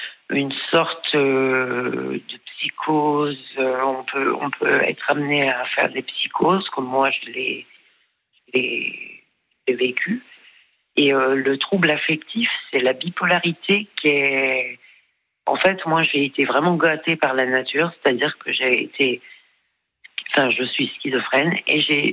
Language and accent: French; Bourgogne-Franche-Comté, France; moved away; Et je suis partie en Angleterre pour tenter ma chance. Parce que je suis du Jura. Je viens d'un tout petit patelin.